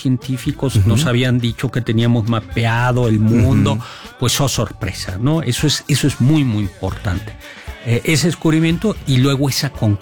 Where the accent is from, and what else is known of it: Mexico